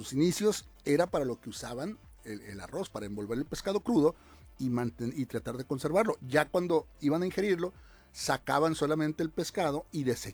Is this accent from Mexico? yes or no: yes; Mexico; no vinieron más que a dividirnos como mexicanos